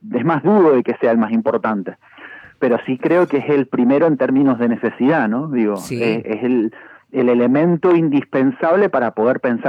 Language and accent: Spanish; Argentina